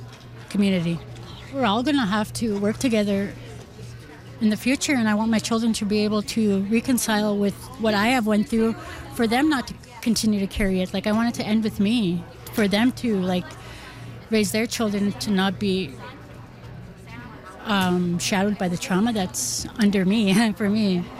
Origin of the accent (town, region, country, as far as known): Prince Albert, Saskatchewan, Canada; born there; first language Cree; English is a second language; now in Saskatoon, Canada